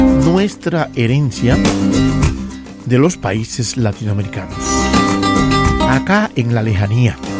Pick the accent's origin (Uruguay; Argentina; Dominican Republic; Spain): Dominican Republic; now in United States; ¿Cómo quitarnos que somos dominicanos, que somos latinos?